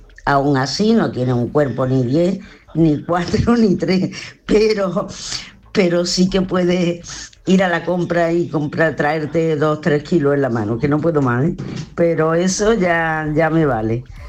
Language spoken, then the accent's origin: Spanish; Torremolinos, Andalusia, Spain